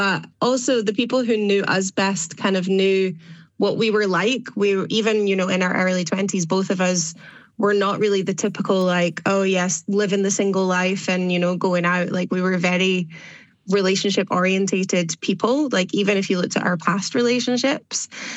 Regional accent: Scotland, United Kingdom; I'm Scottish.

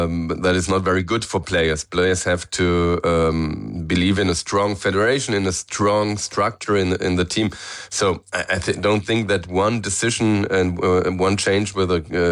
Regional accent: Mainz, Rhineland-Palatinate, Germany; the club Mainz, in my hometown

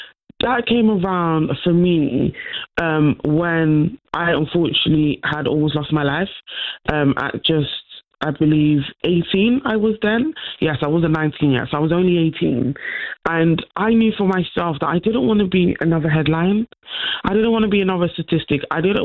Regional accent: Netherlands; I grew up in the Netherlands.

